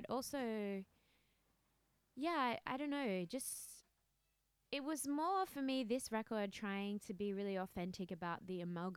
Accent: Australia; as an Australian from the other side of the world.

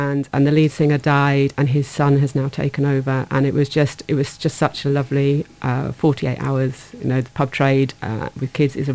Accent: Glastonbury, South West England, United Kingdom; now in London, United Kingdom; Maybe if I go back to Glastonbury, because I'm originally from Glastonbury

